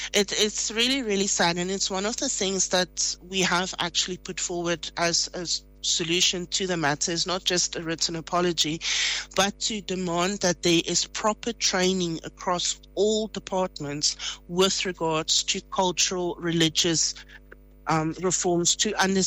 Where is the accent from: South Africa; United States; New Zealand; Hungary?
South Africa; I'm actually a South African citizen and I'm Afrikaans. And that's why I also prefer saying